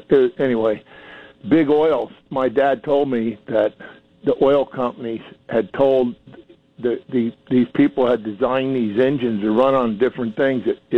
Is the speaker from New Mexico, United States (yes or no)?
no; Florida, United States; But I grew up in South Florida, and when I was a young man, I'm 75 now